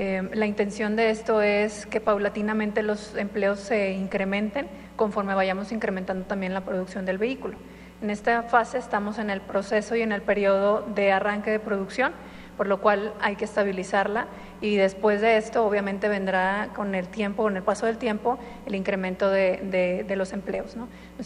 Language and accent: Spanish; Mexico; Mira, como mexicana te puedo decir que nosotros tenemos el mejor talento en México